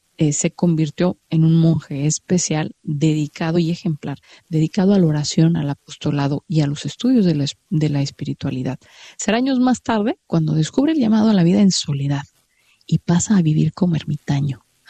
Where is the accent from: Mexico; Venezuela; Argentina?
Mexico; Chihuahua; me casé en la parroquia de San Charbel, en mi ciudad natal, en Chihuahua.